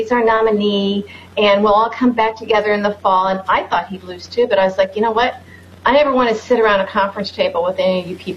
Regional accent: Peoria, Illinois, United States; I'm from Peoria. I worked for him.

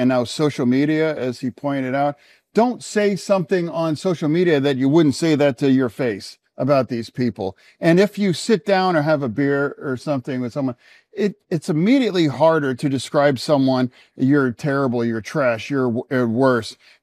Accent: York, Pennsylvania, United States; We are just two Pennsylvania stories. You know, I grew up in York

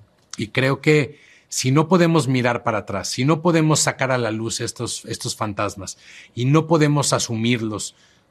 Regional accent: Mexico

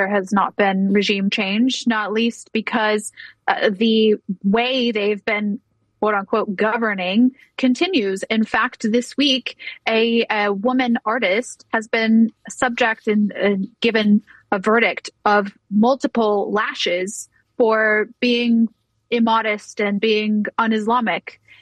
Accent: Atlanta, Georgia, United States; the World Cup is in Atlanta, my hometown.

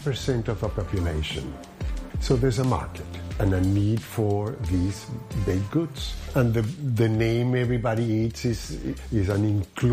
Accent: Venezuela; now in Brooklyn, United States; I am the owner of Everybody Eats, gluten-free bakery in Brooklyn, New York. I came from Venezuela, running away from the bad political situation

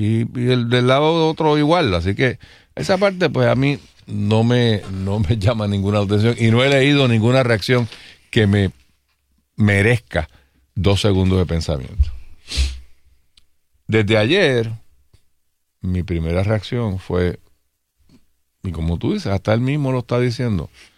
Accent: Puerto Rico; nosotros analizamos el mundo desde el ombligo del planeta, que es Puerto Rico.

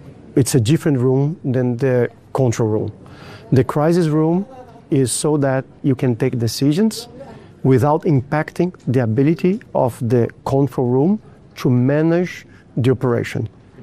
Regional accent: Brazil; now in Abu Dhabi, United Arab Emirates; I traveled to my home country in Brazil

